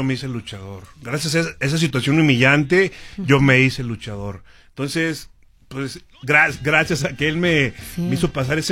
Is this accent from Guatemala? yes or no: no; Durango, Mexico; moved away as an adult; now in Mexico City, Mexico; De la comarca lagunera, ajá, del norte.